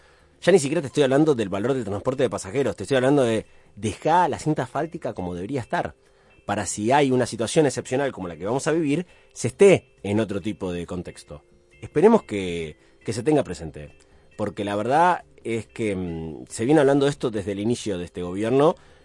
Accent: Santa Fe, Argentina

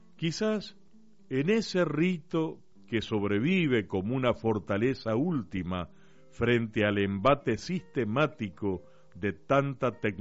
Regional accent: Argentina

